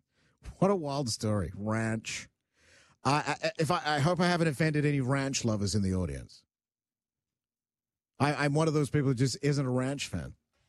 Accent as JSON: {"language": "English", "country": "Australia", "moved": "yes", "lives_now": "Canada", "said": "Now, look, when I go back to Australia, I'm a Canadian now, but when I go back to Australia, there is a list of things that have to come back with me to North America"}